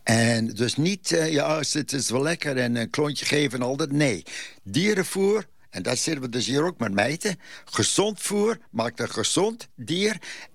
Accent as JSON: {"language": "Dutch", "country": "Netherlands", "tie": "born or raised there", "moved": "as an adult", "lives_now": "United States", "said": "Ja, ik ben geboren getogen in Nederland."}